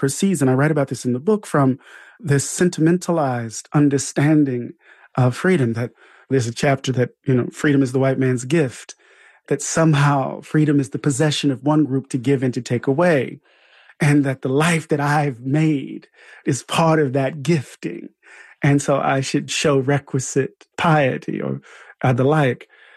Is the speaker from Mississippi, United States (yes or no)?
yes; Mississippi, United States; I'm from Mississippi.